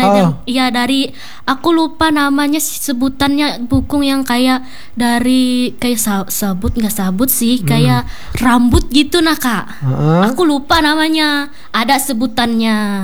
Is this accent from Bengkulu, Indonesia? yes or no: no; Central Kalimantan, Indonesia; born or raised there